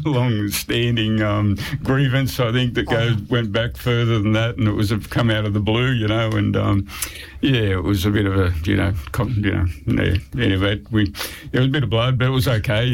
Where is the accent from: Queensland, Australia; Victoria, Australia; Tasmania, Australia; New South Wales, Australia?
New South Wales, Australia; Grafton; born there; also born or lived in Sydney